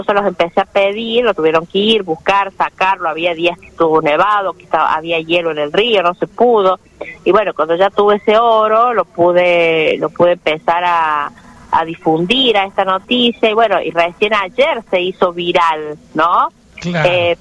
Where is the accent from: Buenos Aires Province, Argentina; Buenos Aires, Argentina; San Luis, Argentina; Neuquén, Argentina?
San Luis, Argentina; La Carolina